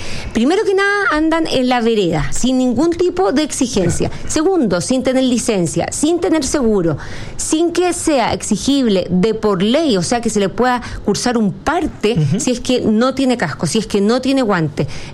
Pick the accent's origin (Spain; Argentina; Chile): Chile; que nos unimos como chilenos